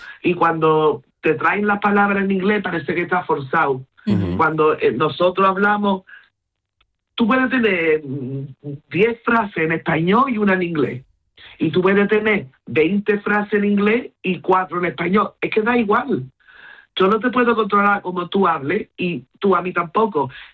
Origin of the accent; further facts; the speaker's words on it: Gibraltar; also born or lived in La Línea de la Concepción; now in United Kingdom; yo nací en la línea, me crié en Gibraltar, mis padres son indios